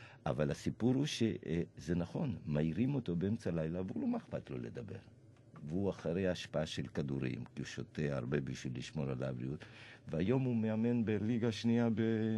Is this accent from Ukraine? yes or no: no; Argentina; now in Israel